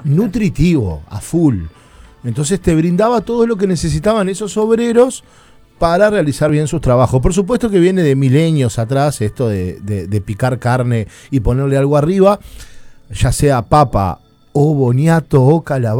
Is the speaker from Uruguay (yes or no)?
yes; Uruguay